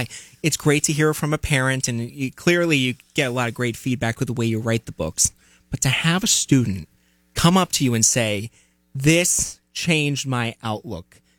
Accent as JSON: {"language": "English", "area": "Long Island", "region": "New York", "country": "United States", "said": "I'm from Long Island, a small place"}